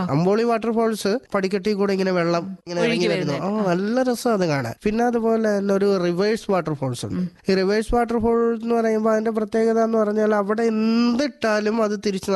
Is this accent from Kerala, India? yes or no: yes; Thiruvananthapuram, Kerala, India; എന്റെ സ്വദേശം തിരുവനന്തപുരം ആയതുകൊണ്ട്